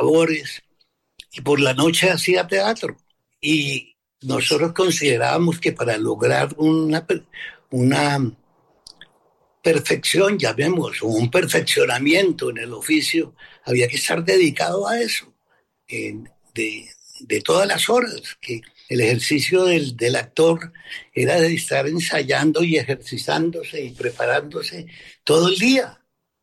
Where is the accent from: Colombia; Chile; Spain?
Colombia; moved away as an adult; also born or lived in Prague; qué íbamos a hacer regresando a Colombia